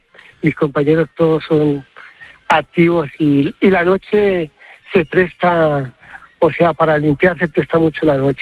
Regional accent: Colombia; moved away as an adult; now in Spain; En España llevo 30 años, sí, desde aquí en el 97. Y soy colombiano

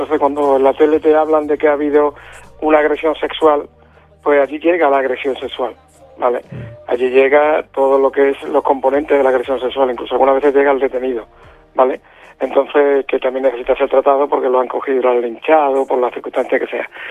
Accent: Almendralejo, Extremadura, Spain; also born or lived in Badalona; Pero yo soy de Almendralejo de toda la vida y extremeño

